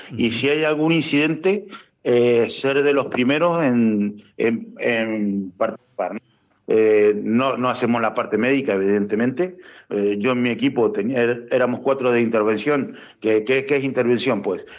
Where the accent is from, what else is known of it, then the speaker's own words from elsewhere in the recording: Guaymallén, Mendoza, Argentina; now in Spain; Pues, y tú imagínate, un mendocino de Güemayén de toda la vida.